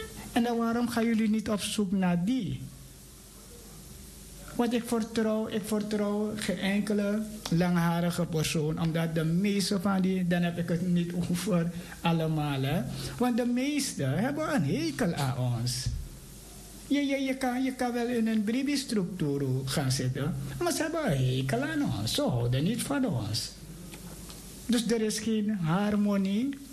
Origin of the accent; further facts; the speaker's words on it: Suriname; Als Surinamers weten we dat je we noemen die dingen Jorka hebt.